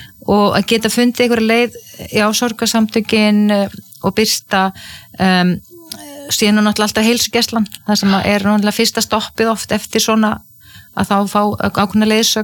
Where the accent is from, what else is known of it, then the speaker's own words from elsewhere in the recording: Ísafjörður, Westfjords, Iceland; ég óttaðist sjóin sem kannski líka tengist því að ég alveg upp á Ísafirði þar sem voru tíu sjóslis og menn og drukknuðu